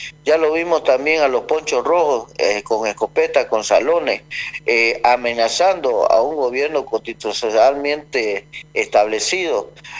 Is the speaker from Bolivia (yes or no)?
yes; Bolivia; Todos somos bolivianos